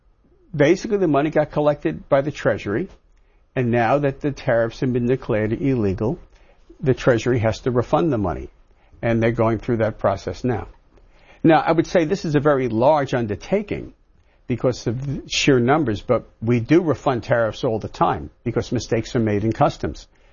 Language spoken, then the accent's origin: English; Elmont, New York, United States; I grew up in Elmont, went to Sewanaka High School.